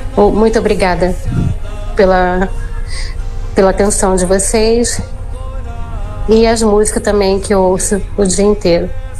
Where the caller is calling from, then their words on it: Saquarema, Rio de Janeiro, Brazil; Sou de Saquarema.